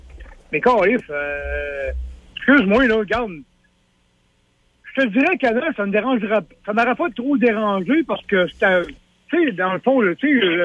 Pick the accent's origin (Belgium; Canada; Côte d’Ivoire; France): Canada; Quebec City, Quebec; moved away as an adult; now in Portneuf, Canada; moi, je suis un natif du Lac-Saint-Charles. Tu sais, je veux dire, je suis en vendu de Québec pas mal, là. Dans le temps. Mais à ce temps, je suis rendu à Portneuf, mais je veux dire, je suis natif de là.